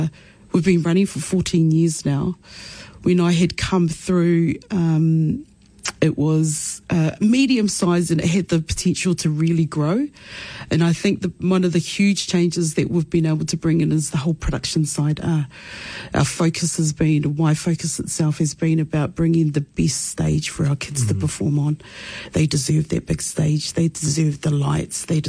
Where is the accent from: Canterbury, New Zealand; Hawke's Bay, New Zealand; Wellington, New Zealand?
Wellington, New Zealand; Hutt; So yeah, I'm from the Hutt, born and bred.